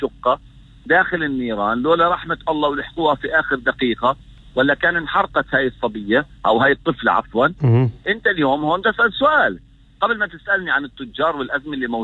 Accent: Palestine; إحنا كفلسطينيين سواء في الضفة أو غزة أو في القدس

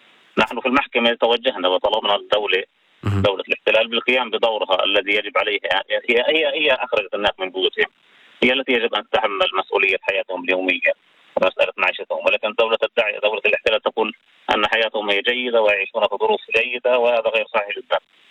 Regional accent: Palestine; نحن كمجتمع فلسطيني بشكل عام

